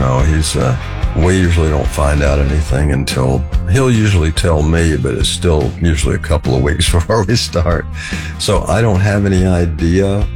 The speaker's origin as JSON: {"language": "English", "town": "Houston", "region": "Texas", "country": "United States", "lives_now": "Los Angeles, United States", "said": "I've been out here most of my life, but I came here from Houston"}